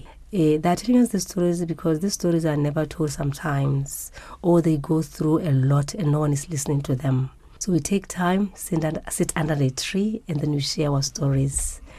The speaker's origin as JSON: {"language": "English", "country": "Botswana", "tie": "born or raised there", "said": "I'm a Botswana, born and brought and bred in Botswana."}